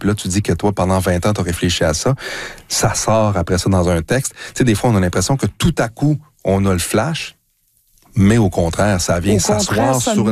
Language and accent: French; Drummondville, Quebec, Canada; si je retourne à Drummondville, là où j'ai grandi, pour faire le même exercice de flânerie mémorielle